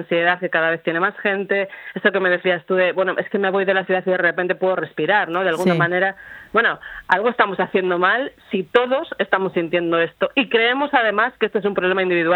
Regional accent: Castile and León, Spain; also born or lived in Argentina; cosa que ya había pasado en mi comunidad. Hasta desde Castilla y León fue la primera comunidad autónoma donde se produjo ese pacto.

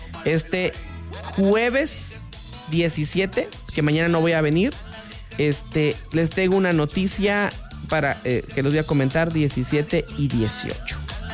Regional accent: Mexico; Festejen que somos mexicanos.

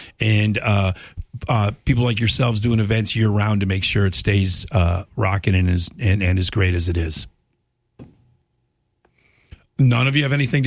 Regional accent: New York, United States; I grew up in New York. I was raised by an Irish New Yorker firefighter who owned his own auto body shop.

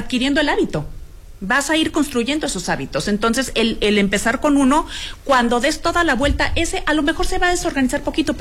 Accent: Sonora, Mexico; Norteña, a final, okay, de cuentas, norteña. Ajá. Soy de Sonora.

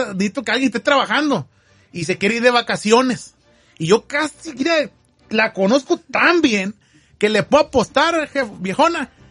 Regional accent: Sinaloa, Mexico; Supuestamente patrón. Yo así hablo. Soy de Sinaloa.

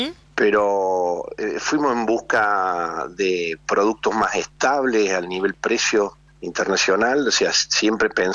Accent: Córdoba, Argentina; moved away as an adult; now in Río Negro, Argentina; soy de Córdoba.

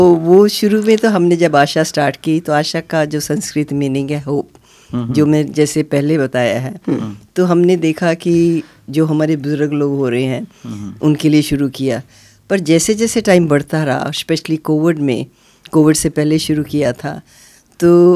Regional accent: Chandigarh, India; now in Sydney, Australia

